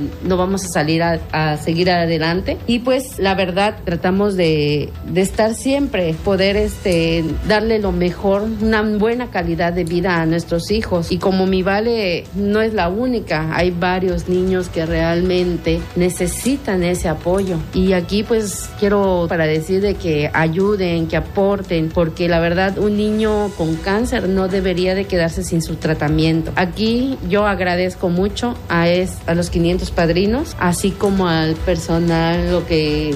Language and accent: Spanish; Campeche, Mexico; yo soy de acá de Campeche, y trato de apoyar a los papás de fuera